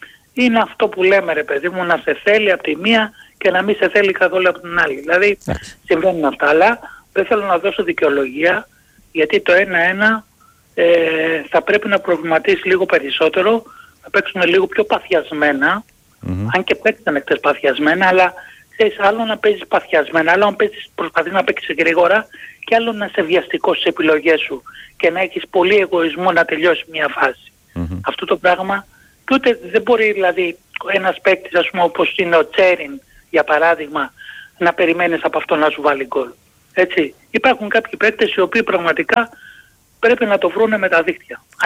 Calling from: Mandra, Attica, Greece; Εγώ ζω εδώ πέρα στην πολύπαθη τη Μάνδρα

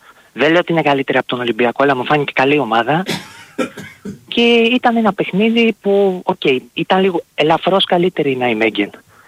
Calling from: Mytilene, North Aegean, Greece; από Μυτιλίνη.

